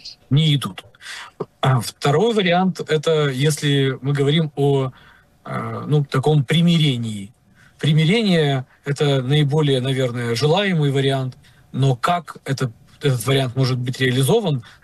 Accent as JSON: {"language": "Russian", "region": "Crimea", "country": "Ukraine", "moved": "yes", "lives_now": "Kyiv, Ukraine", "said": "Моя семья живет в Киеве, мы сами из Крыма, и мы без моря жить не можем."}